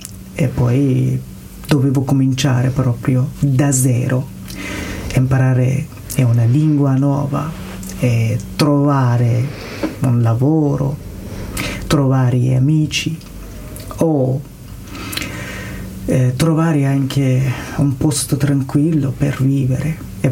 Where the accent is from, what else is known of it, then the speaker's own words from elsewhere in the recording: Afghanistan; Italian is a second language; moved away as an adult; now in Italy; di scappare proprio dal mio paese, perché se rimanevo proprio in Afghanistan sono sicuro che succedeva una cosa per la mia vita. Per questa io ho deciso di lasciare.